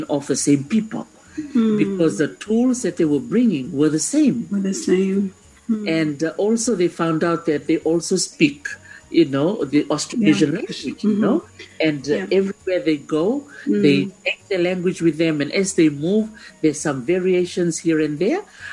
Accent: Fiji; now in England; I'm from Fiji and I'm here in this room in England.

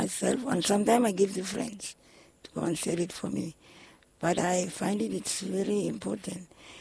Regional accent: Pama, Penama, Vanuatu; I'm from Pama.

